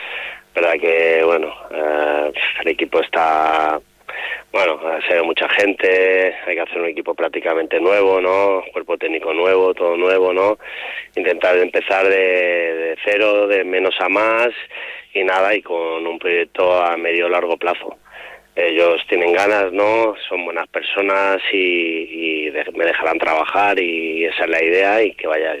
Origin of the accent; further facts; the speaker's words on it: Calvià, Balearic Islands, Spain; somos del mismo barrio, somos de Sonferrer, de Calviá